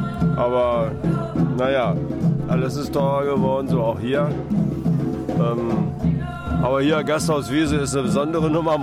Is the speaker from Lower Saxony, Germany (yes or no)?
yes; Dransfeld, Lower Saxony, Germany; Und die KLP, wir kommen aus Dransfeld. In der Nähe von Göttingen.